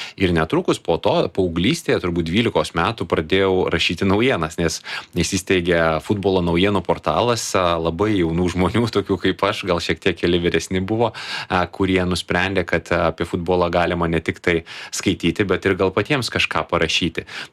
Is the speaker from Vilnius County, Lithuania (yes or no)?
yes; Vilnius, Vilnius County, Lithuania; born or raised there